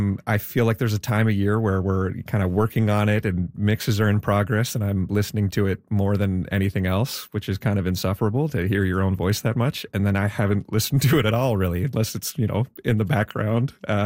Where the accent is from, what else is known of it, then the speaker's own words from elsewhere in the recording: Wolfville, Nova Scotia, Canada; I grew up in Wolfville, very kind of artsy-fartsy musical town.